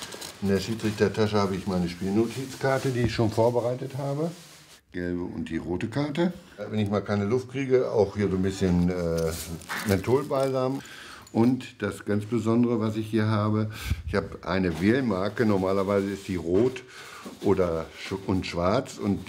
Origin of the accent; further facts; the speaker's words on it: Wiedensahl, Lower Saxony, Germany; Da ich gesagt habe, ich komme aus Wiedensaal, weißt du auch sicherlich, wer der berühmteste Einwohner in Wiedensaal ist, nach mir?